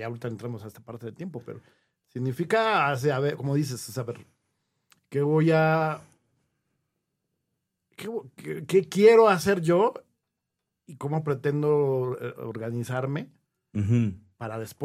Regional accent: Mexico City, Mexico; Yo soy de feño.

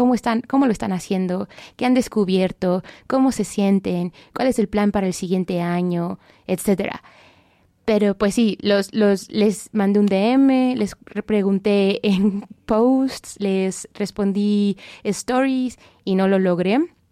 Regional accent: Mexico City, Mexico; moved away as an adult; now in New York, United States; Ando bien feliz de andar en mi país, en mi ciudad, de estar reencontrándome con la Ciudad de México

